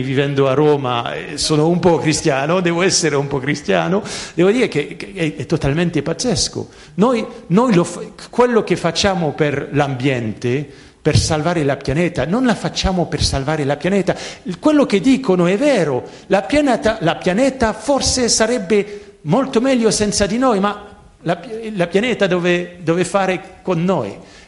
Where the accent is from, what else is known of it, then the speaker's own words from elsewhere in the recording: France; Italian is a second language; io lo dico come francese